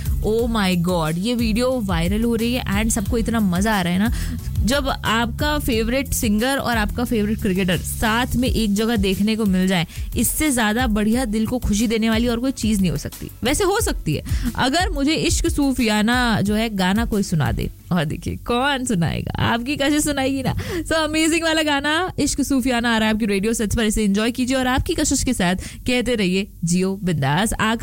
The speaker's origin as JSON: {"language": "Hindi", "town": "Bhopal", "region": "Madhya Pradesh", "country": "India", "said": "मैं भोपाल से हूँ"}